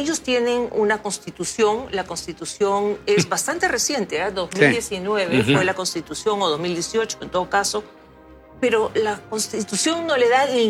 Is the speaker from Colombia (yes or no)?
no; Peru